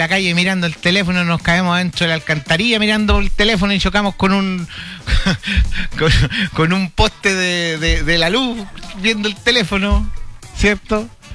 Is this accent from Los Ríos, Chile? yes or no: no; San Ignacio, Ñuble, Chile; Sí, somos de San Ignacio, de una comuna que queda cerca de Chillán, de Chillán al sur.